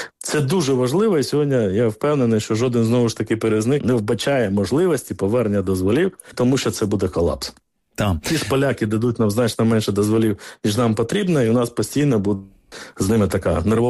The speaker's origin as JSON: {"language": "Ukrainian", "town": "Kherson", "region": "Kherson Oblast", "country": "Ukraine", "tie": "born or raised there", "said": "ні в моєму рідному Херсоні"}